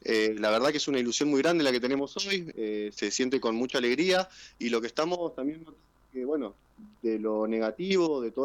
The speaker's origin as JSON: {"language": "Spanish", "town": "Río Turbio", "region": "Santa Cruz", "country": "Argentina", "tie": "born or raised there", "said": "soy nacido y criado en Río Turbio"}